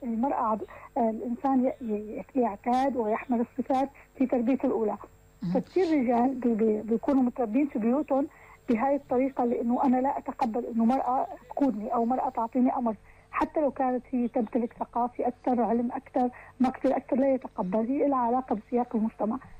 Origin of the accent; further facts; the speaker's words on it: Syria; بمجتمعنا نحن السوري